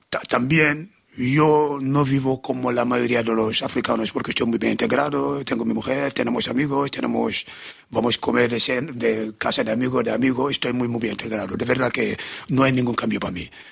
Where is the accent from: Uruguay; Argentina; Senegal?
Senegal; Cap Skirring, Ziguinchor; Spanish is a second language; moved away as an adult; also born or lived in Dakar / Gorée Island; now in Vielha, Spain; yo siempre vivía al lado del mar. Nací en Casamance, en el sur de Senegal, he crecido en Cap Screen, al lado de la playa. Y después, cuando está Dakar es casi una isla. En Gore he vivido al lado del mar también.